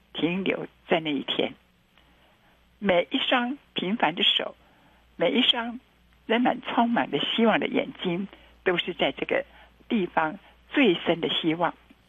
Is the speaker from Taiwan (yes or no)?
yes; Taiwan; 身为台湾人我们以台湾为荣